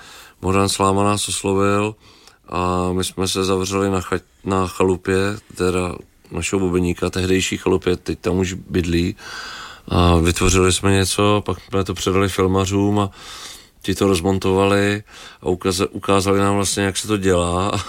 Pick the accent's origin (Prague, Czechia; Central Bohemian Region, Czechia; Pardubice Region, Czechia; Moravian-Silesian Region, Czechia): Central Bohemian Region, Czechia; Čáslav; born there; Plzeň, Brno nebo Svitavy, Čáslav, což je třeba moje rodiště